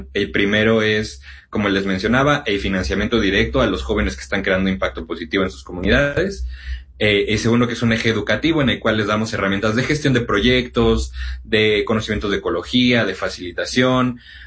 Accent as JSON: {"language": "Spanish", "region": "Mexico City", "country": "Mexico", "tie": "born or raised there", "said": "yo soy originario de Ciudad de México, ahí es donde comenzó el proyecto principalmente."}